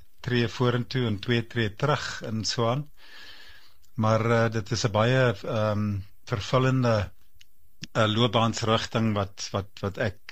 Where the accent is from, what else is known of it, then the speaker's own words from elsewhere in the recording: Komga, Eastern Cape, South Africa; moved away as an adult; also born or lived in Stellenbosch / United States; Ek het groot geword in die Oos-Kaap, 'n klein plekkie met die naam Komga.